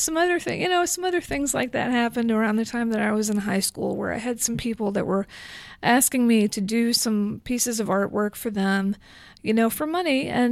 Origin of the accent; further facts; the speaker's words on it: Bryan, Texas, United States; I grew up in Bryan. I've basically lived there almost my whole life.